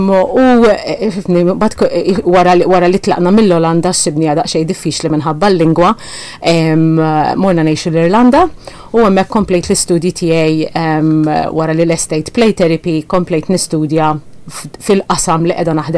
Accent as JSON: {"language": "Maltese", "town": "Birkirkara", "region": "Central Region", "country": "Malta", "tie": "born or raised there", "said": "Mal-ġenituri tiegħi kont noqgħod bil-Kirkara, għamil żmien twil ngħix hemmhekk, kont immur skola l-Imrieħel, il-Junior Lyceum, viċin ħafna kont nimxi għall-iskola"}